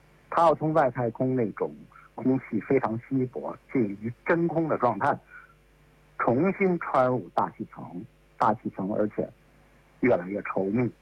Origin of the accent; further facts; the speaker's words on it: China; 那我们中国人尝试了第三种技术路径